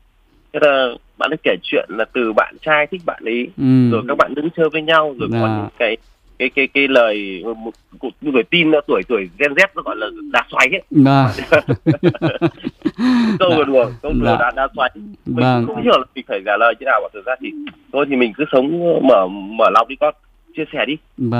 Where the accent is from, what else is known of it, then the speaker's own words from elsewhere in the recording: Quang Ninh, Vietnam; người ta ngày xưa bé ở dưới quê mình ở Quảng Ninh ấy, hay có cái ốc mút ấy.